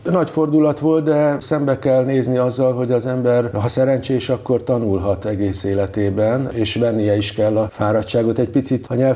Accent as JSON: {"language": "Hungarian", "region": "Budapest", "country": "Hungary", "tie": "born there", "said": "mikor a Marcibányi téri Kodály iskolába kerültem"}